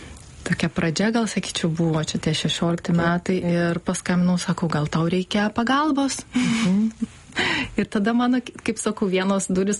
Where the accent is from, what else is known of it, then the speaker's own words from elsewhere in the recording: Panevėžys, Panevėžys County, Lithuania; Taip, aš iš Panevėžio.